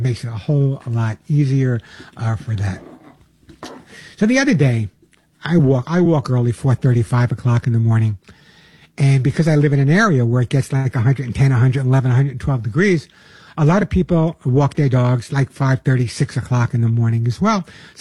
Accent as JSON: {"language": "English", "town": "The Bronx", "region": "New York", "country": "United States", "tie": "born or raised there", "also_born_or_lived": "Long Island"}